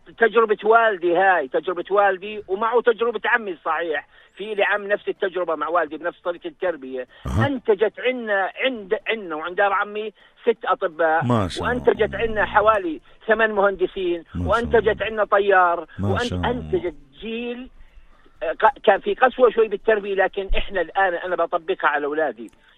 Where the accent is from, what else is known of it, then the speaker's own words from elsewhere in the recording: Amman, Amman Governorate, Jordan; also born or lived in Karak; احنا سيدي من الكرك، لكن عشنا في منطقه جبل النصر، وهي منطقه شعبيه ومنطقه راقه ورائعه من مناطق عمان الجميله.